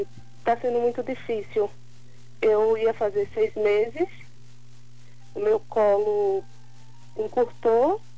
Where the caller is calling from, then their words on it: São Paulo, Brazil; Do interior de São Paulo.